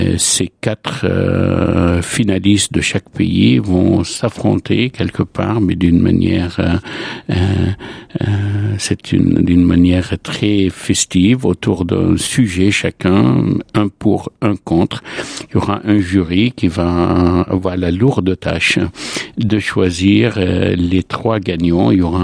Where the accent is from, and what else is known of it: Lebanon; born or raised there; moved away as an adult; now in France